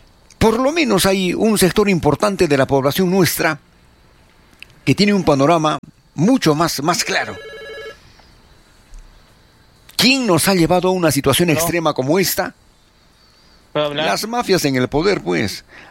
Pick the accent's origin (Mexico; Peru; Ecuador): Peru; el grueso de peruanos, ¿no?, tenemos